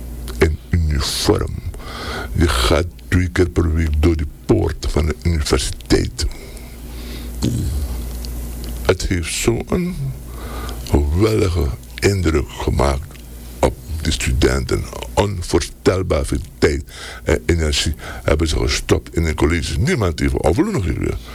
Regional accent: Suriname; Ik ben een Surinamer in merg en been, geloof me.

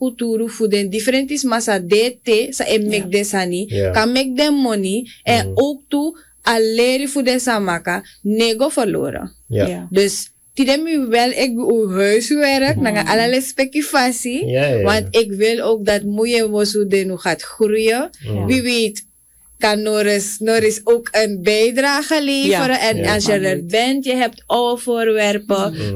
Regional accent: Suriname; Want het is heel belangrijk dat wij als Surinamers ons cultuurerfgoed gaan vastleggen.

